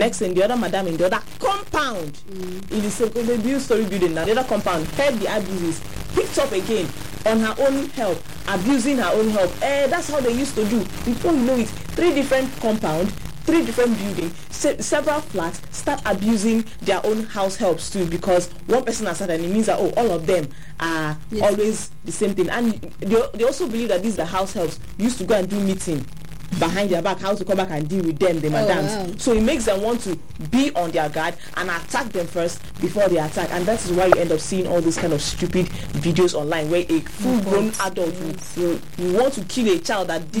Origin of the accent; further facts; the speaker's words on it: Anambra, Nigeria; And I'm from there